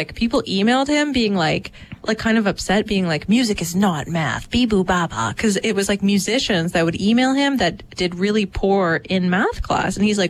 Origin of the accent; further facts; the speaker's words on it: Dartmouth, Nova Scotia, Canada; me growing up in Dartmouth.